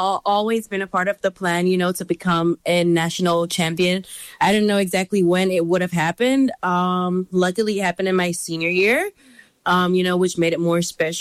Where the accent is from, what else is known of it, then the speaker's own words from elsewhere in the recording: Jamaica; So growing up, I mean, track and field was like the main sports for women.